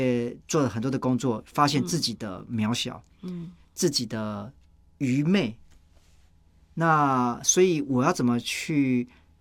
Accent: Taiwan; 作为一个台湾人

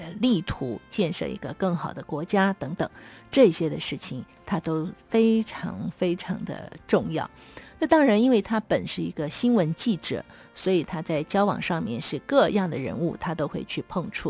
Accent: China; 对于我们中国人来说，好像真的要对他有些的感谢才对啊。

